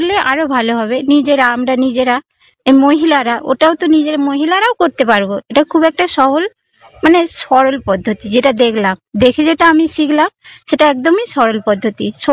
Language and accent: Bangla; West Bengal, India; আমি daisy course 6 এর ছাত্রী। আমি হুগলি জেলা থেকে আসছি, খানাখুল থানা 1।